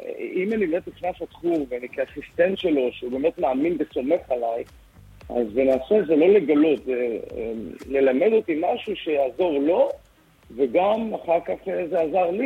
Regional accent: Hadera, Haifa District, Israel; born there; also born or lived in Tiberias, Israel; נולדתי בטבריה, עברתי לחדרה בגיל 9 למושב תלמי לזר.

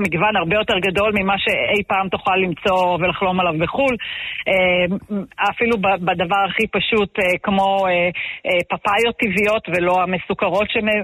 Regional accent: Hanita, Northern District, Israel; moved away as an adult; now in Betzet, Israel; אני מקיבוץ חניתה במקור, אני שכנה

